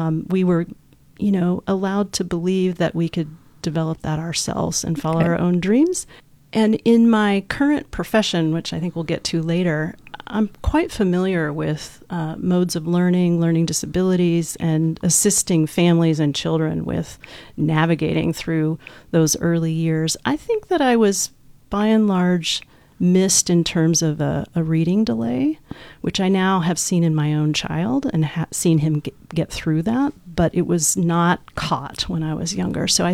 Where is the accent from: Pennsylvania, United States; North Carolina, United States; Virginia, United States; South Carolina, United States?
North Carolina, United States; also born or lived in Knoxville, Tennessee; now in Olympic Peninsula, United States; I was born in Knoxville, Tennessee, and raised briefly in North Carolina, just over the border in the Smoky Mountains, and then basically moved